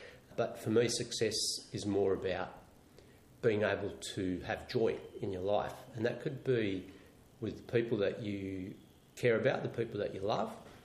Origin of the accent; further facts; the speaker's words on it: Australia; Growing up in Australia in the 1970s as a kid from an immigrant background probably wasn't quite what it is today.